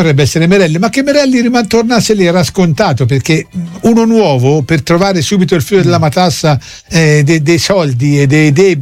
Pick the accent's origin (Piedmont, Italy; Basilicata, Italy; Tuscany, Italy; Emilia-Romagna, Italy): Tuscany, Italy; Arezzo; io che sono di Pescaiola